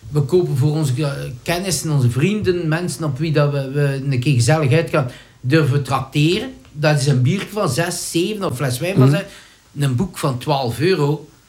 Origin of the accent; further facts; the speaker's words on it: Antwerp, Flanders, Belgium; Ik kom uit Antwerpen, dus met de motto, die twee pockets thuis komen afhalen bij mij.